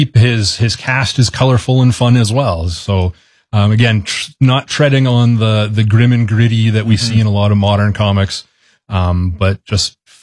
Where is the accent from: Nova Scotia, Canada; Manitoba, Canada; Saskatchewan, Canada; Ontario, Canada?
Saskatchewan, Canada; Humboldt; now in Regina, Canada; Being that it's set in my hometown of Humboldt, representation, familiar landmarks, the Broncos, stuff like that shows up in there.